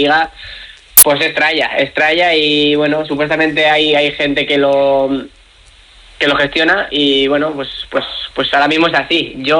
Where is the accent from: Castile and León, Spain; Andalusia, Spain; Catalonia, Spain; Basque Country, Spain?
Basque Country, Spain; Bilbao; Yo pues soy de Bilbao y estoy muy cerca y llevo ya muchos años en este club.